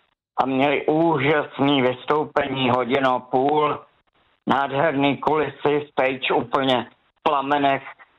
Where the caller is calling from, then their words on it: Štětí, Ústí nad Labem Region, Czechia; Já jsem ze Štětí, je to na severu, kousek od Mělníka